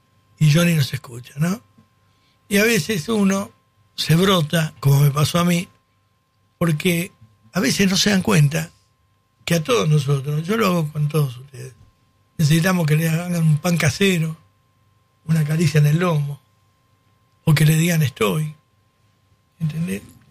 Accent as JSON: {"language": "Spanish", "region": "Basque Country", "country": "Spain", "said": "Pero uno nace así. Yo soy vasco. Vasco. Los vascos somos muy jodidos."}